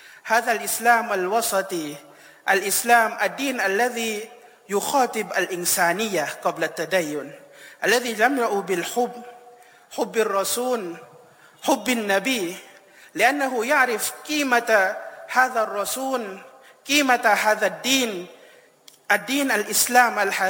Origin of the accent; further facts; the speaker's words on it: Thailand; بلادنا تايلاند